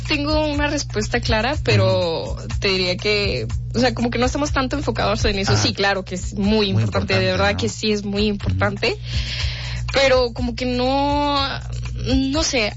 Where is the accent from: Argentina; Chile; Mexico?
Mexico